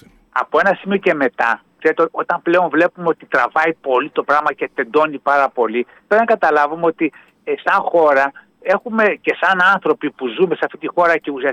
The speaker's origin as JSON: {"language": "Greek", "country": "Greece", "said": "και εμείς σαν Έλληνες έχουμε ιστορική ευθύνη, οι παρόντες Έλληνες αυτοί οι τώρα"}